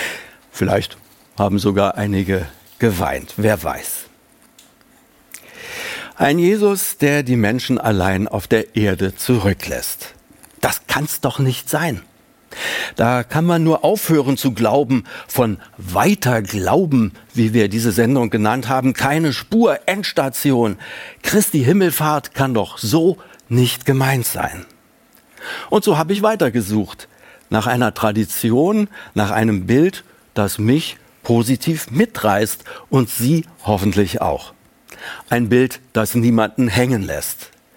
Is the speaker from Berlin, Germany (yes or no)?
yes; Berlin, Germany; Als Berliner habe ich das in Berlin-Kreuzberg oft erlebt